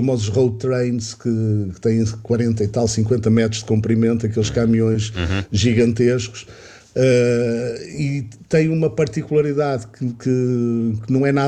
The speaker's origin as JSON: {"language": "Portuguese", "country": "Angola", "tie": "born or raised there", "said": "Eu talvez como africano, porque eu nasci em Angola, e ao viver ainda muito tempo em Angola, acho que muda uma coisa."}